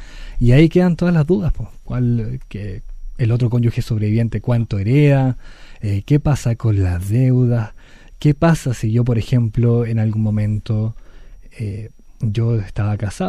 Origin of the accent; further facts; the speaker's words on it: Puerto Montt, Los Lagos, Chile; also born or lived in Valparaíso; now in Maullín, Chile; Yo soy de Puerto Montt, pero estudié en Valparaíso